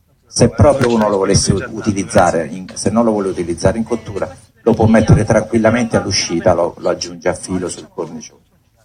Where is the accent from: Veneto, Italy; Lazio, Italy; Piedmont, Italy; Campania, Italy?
Campania, Italy; Naples; io non sono italiano, io sono napoletano, lo dico sempre